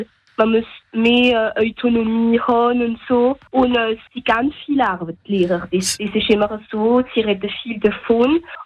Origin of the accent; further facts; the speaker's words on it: Strasbourg, Grand Est, France; ich bin 14 Jahre alt und ich komme aus Straßburg.